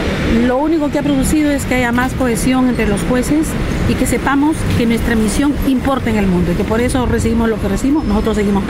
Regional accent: Trujillo, La Libertad, Peru; Yo soy trujillana

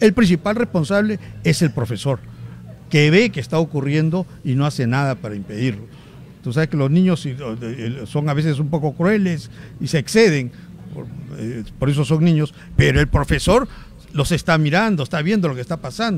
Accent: Lima, Peru; estamos como limeños

